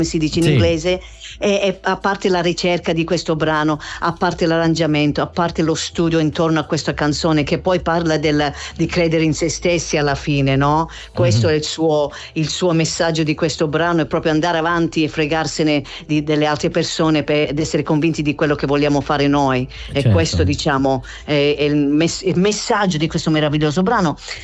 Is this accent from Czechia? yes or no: no; Australia; first language English; Italian is a second language; Poi io sono australiana, sono madrelingua inglese